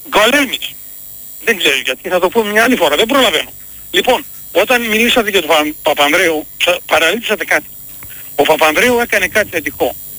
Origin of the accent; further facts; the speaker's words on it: Macedonia, Greece; Εγώ είμαι Μακεδόνας ρε. Το καταλαβαίνετε. Ντόπιος Μακεδόνας.